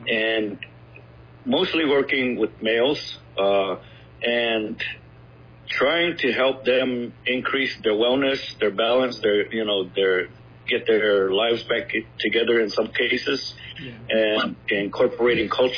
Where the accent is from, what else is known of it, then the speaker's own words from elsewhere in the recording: Gila River, Arizona, United States; I'm from Gila River, born and raised. I'm Akimaratum, which is river people, or Pima.